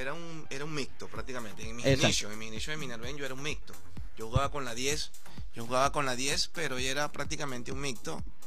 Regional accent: Ciudad Bolívar, Bolívar, Venezuela; Ciudad Bolívar, La Sabanita.

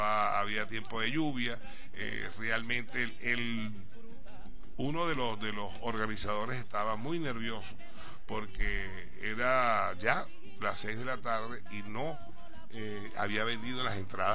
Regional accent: Maracaibo, Zulia, Venezuela; born there; yo nací en Maracaibo.

